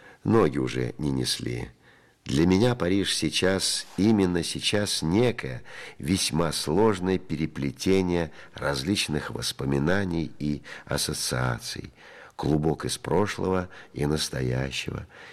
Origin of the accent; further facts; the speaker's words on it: Kyiv, Ukraine; И мы, два бывших киевлянина, на скамейке с пюпитром. Он приехал из Иерусалима, я из Киева, а он до этого тоже из Киева.